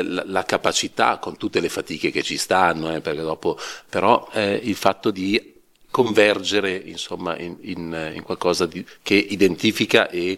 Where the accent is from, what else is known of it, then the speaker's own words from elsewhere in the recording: Lombardy, Italy; now in Cremona, Italy; Io mi affaccio sempre volentieri anche dalla parte nord per guardare il mio paese d'origine